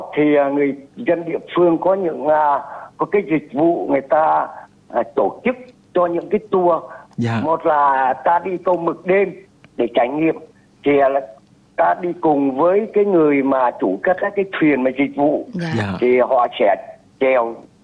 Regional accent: Nghi Sơn, Thanh Hoa, Vietnam; Người ta trở về đây biết được cái vùng đất quê hương tôi để chiêm ngưỡng những cái cảnh thiên nhiên và ban tặng là cho cái Bãi Đông cũng như Nghi Sơn là một cái vùng đất rất là đẹp

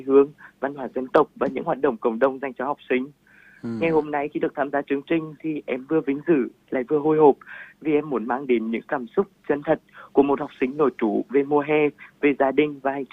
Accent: Nghệ An, Vietnam; học sinh lớp 11A5 của trường phổ thông trung học dân tộc nội trú Nghệ An. Em là một người con của dân tộc Thái, sinh ra và lớn lên ở miền Tây xứ Nghệ.

